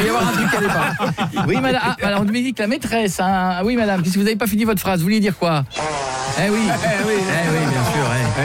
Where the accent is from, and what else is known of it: France